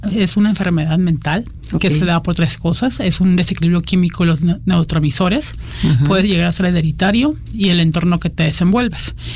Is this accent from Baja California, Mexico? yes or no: yes; Mexicali, Baja California, Mexico; moved away as an adult; Yo soy de Mexicali